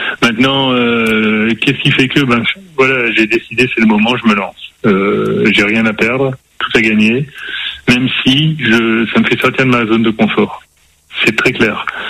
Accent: Hauts-de-France, France; moved away

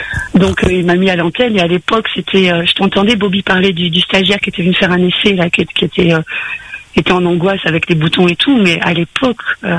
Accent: Southern France, France; chez nous, dans le Sud

